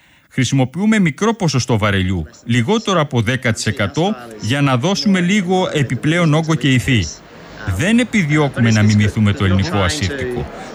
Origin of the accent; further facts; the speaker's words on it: Australia; now in Greece; παρότι πολλοί δεν γνωρίζουν ακόμα ότι είμαι Αυστραλός. Χρειάζεται να δείξω πιο καθαρά τις ρίζες μου.